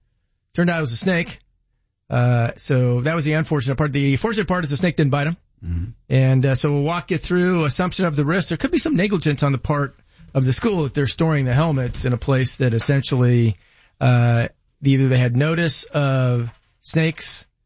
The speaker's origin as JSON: {"language": "English", "country": "South Africa", "tie": "born there", "moved": "yes", "said": "I was born on the 13th in South Africa"}